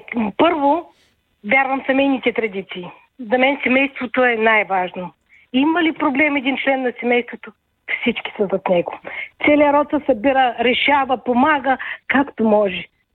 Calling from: Varna, Varna Province, Bulgaria; съм от Варна.

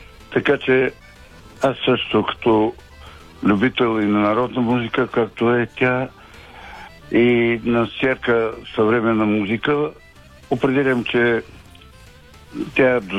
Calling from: Teteven, Lovech Province, Bulgaria; съм от Тетевен

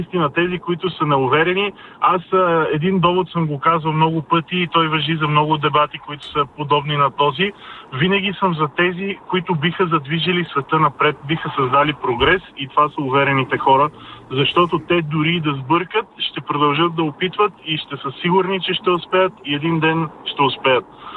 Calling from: Sofia, Sofia City, Bulgaria; Добро утро! … съм от София

